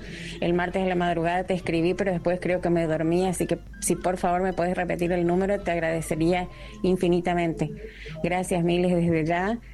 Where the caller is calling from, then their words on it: Santo Tomé, Corrientes, Argentina; desde Santo Tomé, Corrientes.